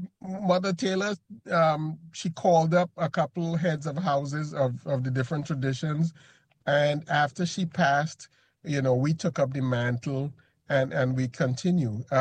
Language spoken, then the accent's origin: English; Trinidad & Tobago; I'm from Trinidad. How I started in this is as a drummer.